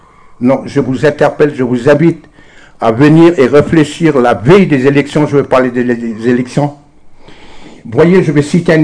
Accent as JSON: {"language": "French", "country": "New Caledonia", "said": "ça fait 173 ans qu'on est là, on sait très bien qu'on est, comme on appelle, on est des Kanaks, on n'est pas des Français."}